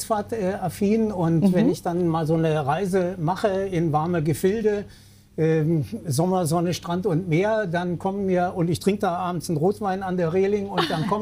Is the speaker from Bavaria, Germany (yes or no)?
yes; Nuremberg, Bavaria, Germany; Ich komme aus Nürnberg und bin der Einladung von Nancy natürlich sehr gern gefolgt.